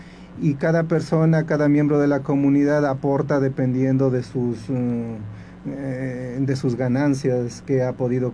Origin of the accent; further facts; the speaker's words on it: Saraguro, Loja, Ecuador; Ese es el pensamiento del pueblo indígena quichua, Saraguro, sobre todo de la parte de donde yo vengo.